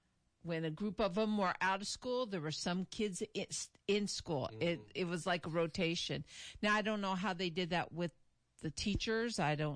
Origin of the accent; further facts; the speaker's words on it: California, United States; I grew up in California. We didn't have air conditioning in our schools.